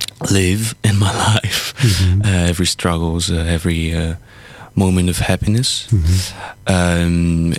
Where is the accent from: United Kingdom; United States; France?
France; English is a second language; moved away as an adult; now in Belgium; I'm 22. I come from France, but I'm in Belgium for 4 years now.